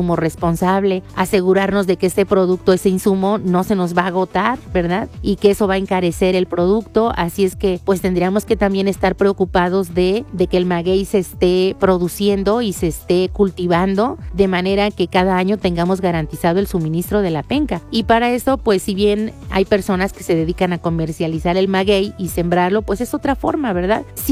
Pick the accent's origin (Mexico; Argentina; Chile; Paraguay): Mexico; Zimapán, Hidalgo; Yo soy de Zimapán, tengo que compartirles, así es que sé de lo que hablo cuando le digo que es riquísima.